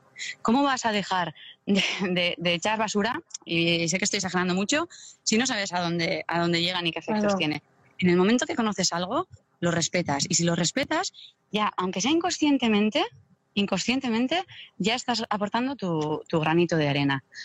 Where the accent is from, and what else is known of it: Deba, Basque Country, Spain; born there